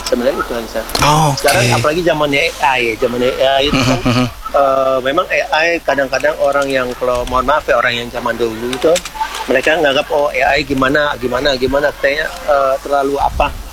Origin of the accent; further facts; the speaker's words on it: Manado, North Sulawesi, Indonesia; Iya, betul. Kita dari Manado.